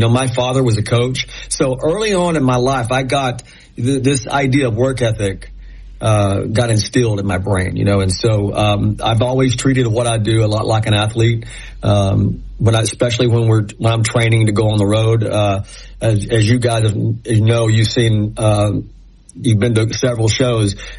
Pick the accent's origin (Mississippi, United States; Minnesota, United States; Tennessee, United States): Tennessee, United States; Knoxville; You know, growing up in East Tennessee and in Knoxville, you know, we didn't have a pro allegiance to anything. It was all just Tennessee football. And we grew up out in the country